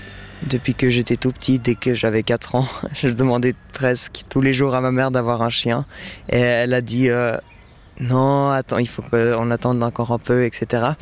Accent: Switzerland; born there; Je suis un segundo, mes deux parents viennent de Serbie et je suis né en Suisse

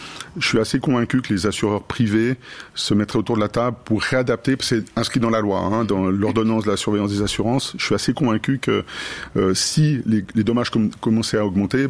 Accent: Romandy, Switzerland; parce qu'on est romand

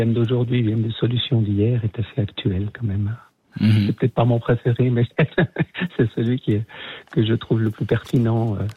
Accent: Vaud, Switzerland; puisque je suis vaudois d'origine

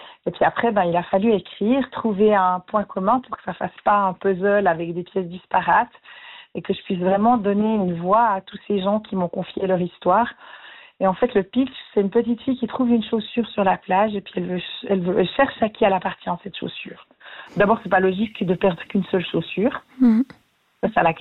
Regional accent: Saint-Imier, Bern, Switzerland; quand j'étais petite à Saint-Imier, il y avait beaucoup de migrants italiens qui n'étaient pas toujours bien traités. C'était dans les années 70. J'ai appris l'italien avec eux dans la rue

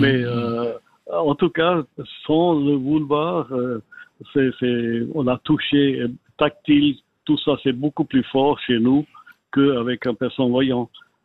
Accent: Geneva, Switzerland; Moi, j'ai grandi dans Genève, je connais la ville comme n'importe quoi.

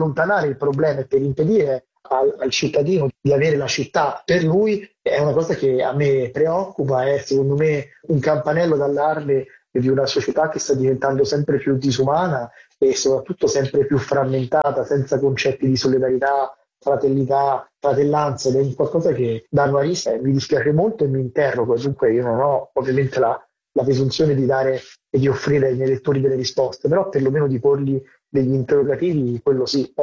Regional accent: Rome, Lazio, Italy; born or raised there

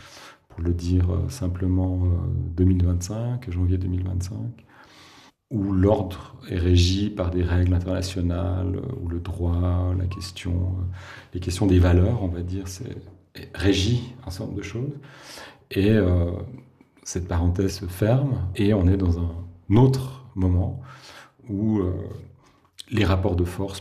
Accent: Switzerland; Oui, mais on est suisse et on ne pèse rien.

